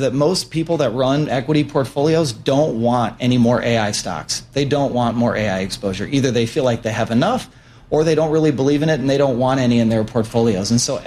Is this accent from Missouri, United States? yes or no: no; Cedar Falls, Iowa, United States; John Deere has a big plant in Waterloo, Iowa. I grew up in Cedar Falls, the town next door, so I've kind of grew up with John Deere.